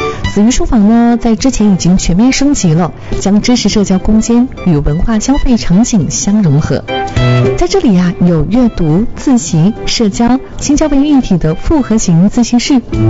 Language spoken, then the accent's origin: Chinese; Yingkou, Liaoning, China; 这是我们家乡的短剧，看咱们营口人怎么把家乡拍给全国看的